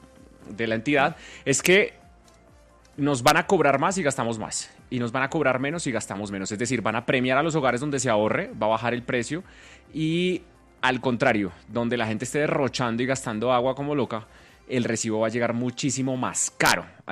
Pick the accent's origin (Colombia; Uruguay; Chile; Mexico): Colombia